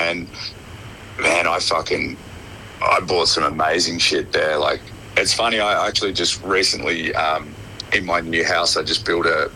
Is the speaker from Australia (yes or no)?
yes; Hobart, Tasmania, Australia; I grew up in Hobart, so getting hold of music down here when I was fucking 12 years old